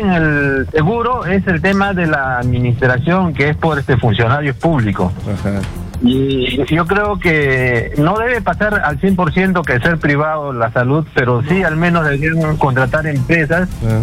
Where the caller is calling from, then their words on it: Lima, Peru; Ahorita estoy acá en Santa Anita.